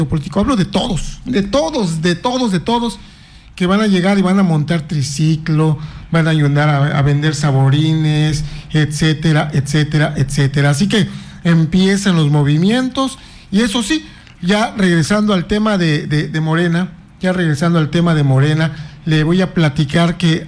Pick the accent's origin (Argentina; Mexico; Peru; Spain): Mexico; ¿Sabe cómo lo somos los mexicanos en general, no?